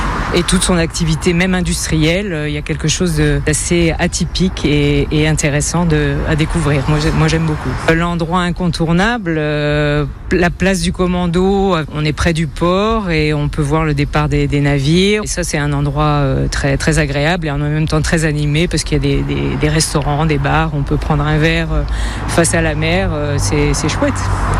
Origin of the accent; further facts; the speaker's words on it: Pays de la Loire, France; now in Saint-Nazaire, France; C'est ma ville de cœur maintenant, alors que d'origine, j'étais de Vendée. J'aime beaucoup la Vendée. J'étais fière d'être vendéenne, mais maintenant, je suis fière d'être nazérienne.